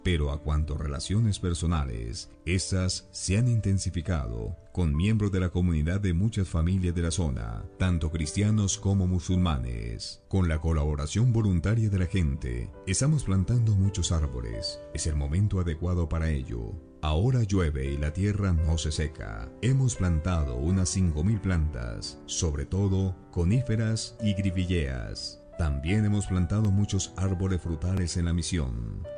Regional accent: Spain; moved away as an adult; also born or lived in United States; now in Ethiopia; de 37 años, nacido en Estados Unidos, aunque crecí en España y soy sacerdote de la diócesis de Getafe.

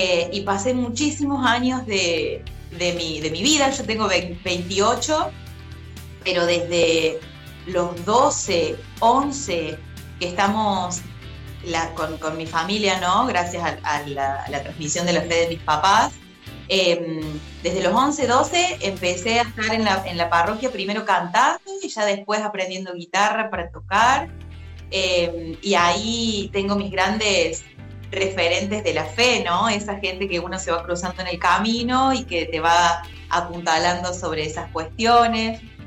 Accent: Alejandro Roca, Córdoba, Argentina; Yo soy de Alejandro Roca, un pueblito que está a 80 kilómetros de Río Cuarto. Estoy a una horita de viaje. Y yo crecí acá en mi Alejandro amado, en la parroquia Nuestra Señora de la Asunción.

